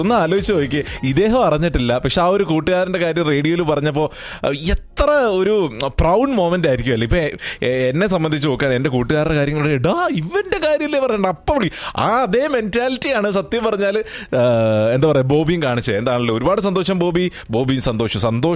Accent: Chengannur, Kerala, India; ചെങ്ങന്നൂരാണ്. ഈ പുലിയൂരൊക്കെ ഞാൻ ഓടി കളിച്ച് വളർന്നേക്കുന്ന സ്ഥലങ്ങളാണ്. അതാണ് ഞാൻ ഞാൻ ചെങ്ങന്നൂര് നമ്മുടെ ടൗണിൽ തന്നെ ട്രാൻസ്ഫർ സ്റ്റാൻഡിന്റെ നേരെ ബാക്കിലായിട്ട് വരും.

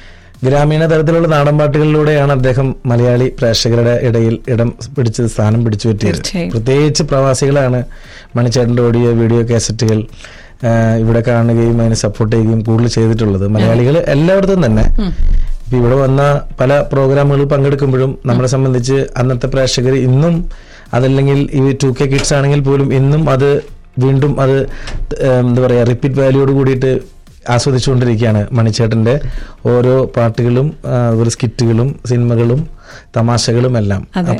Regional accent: Chalakudy, Kerala, India; ഞാൻ വളരെ കുഞ്ഞിലെ ചാലക്കുടിയിൽ ജനിച്ചു വളർന്ന ഒരാളാണ്, പഠിച്ചതൊക്കെ ചാലക്കുടി തന്നെയാണ്, താമസിക്കുന്ന ചാലക്കുടിയാണ്.

